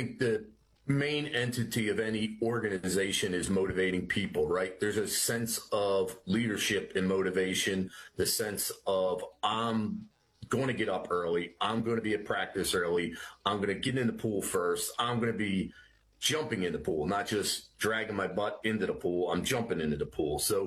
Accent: Clifton Heights, Pennsylvania, United States; I'm from Clifton Heights, Pennsylvania. I'm the second of four children, older brother, younger brother, and young sister.

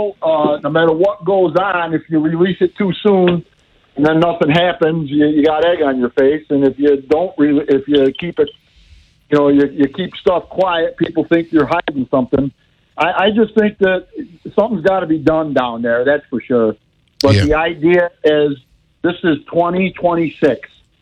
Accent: Ilion, New York, United States; You know, I grew up in Ilion, and downtown Ilion was a nightmare.

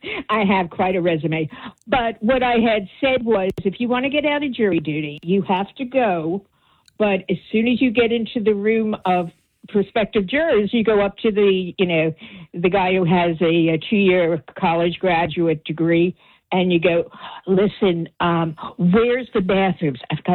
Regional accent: New York City, New York, United States; born there; I was born in Brooklyn

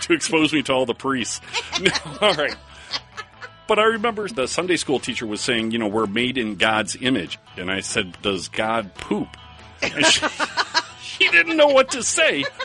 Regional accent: Chicago, Illinois, United States; moved away; I come from Chicago, right?

